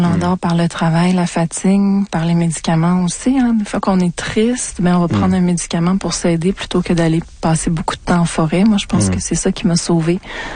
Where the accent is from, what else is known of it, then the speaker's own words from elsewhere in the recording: Montreal, Quebec, Canada; moi, je suis de Montréalaise, donc je suis née ici.